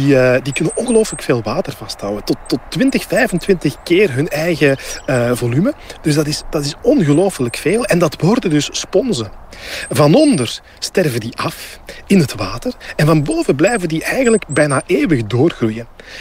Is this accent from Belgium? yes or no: yes; Flanders, Belgium; Dus ik ben op zoek gegaan naar restanten van veengebieden, ook gewoon bij ons in Vlaanderen. Want we hebben dat.